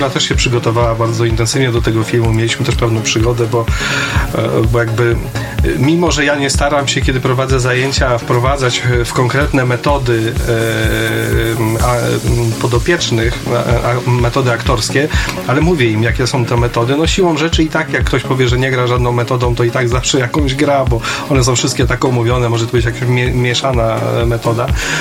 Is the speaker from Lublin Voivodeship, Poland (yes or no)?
no; Pionki, Masovian Voivodeship, Poland; ja jestem z Pionek